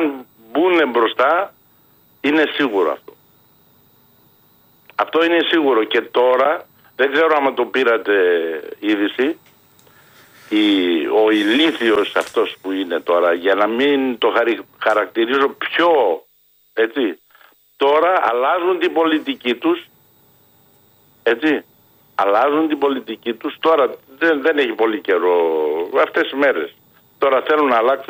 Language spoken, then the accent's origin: Greek; Germany; Εγώ τον εαυτό μου τον θεωρώ όχι σαν Γερμανό, αλλά σαν κάτοικο της περιοχής μου εδώ. Γιατί εδώ μεγάλωσα. Δεν είμαι Γερμανός, αλλά είμαι κάτοικος της περιοχής.